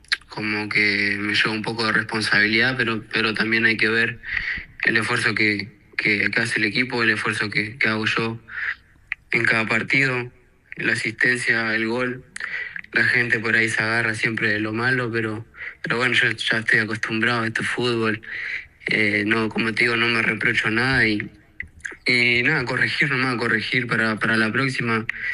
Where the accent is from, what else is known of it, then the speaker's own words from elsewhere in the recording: Argentina; now in Paraguay; No, yo soy argentino. Ajá. Tengo la doble nacionalidad chilena, pero yo soy argentino.